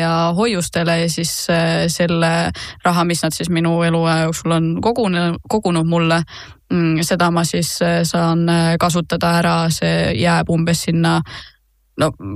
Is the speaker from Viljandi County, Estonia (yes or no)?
no; Tallinn, Harju County, Estonia; also born or lived in Tartu; kui ma ise tagasi Tallinnasse kolisin Tartust ülikoolist tulles, siis ma alguses elasin esimesed mingid kuud vanematega